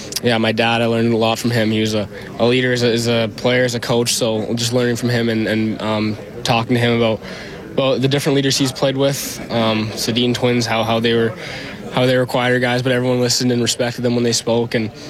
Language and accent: English; Vancouver, British Columbia, Canada; it's my hometown growing up